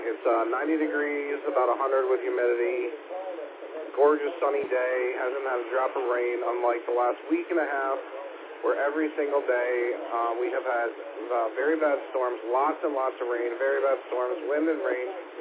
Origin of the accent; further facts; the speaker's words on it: New York, United States; I'm from New York, so I'm from upstate New York, up in the capital area near Albany, outside of there, in the woods of, basically the woods of New York.